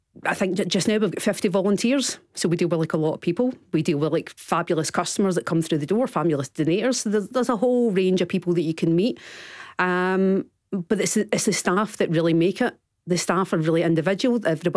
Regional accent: Glasgow, Scotland, United Kingdom; like when I came from Glasgow, so it was different. And I remember experiencing loneliness when I came here.

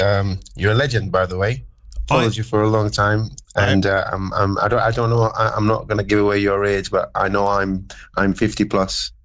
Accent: Bradford, Yorkshire and the Humber, United Kingdom; moved away as an adult; now in Ilford, United Kingdom; I'm a Bradford boy, moved to London 15 years ago. Ilford is now my home.

